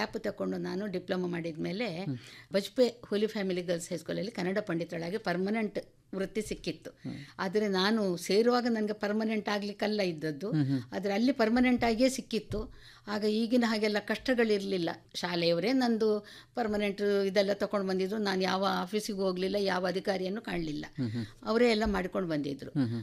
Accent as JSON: {"language": "Kannada", "area": "Dakshina Kannada district", "region": "Karnataka", "country": "India"}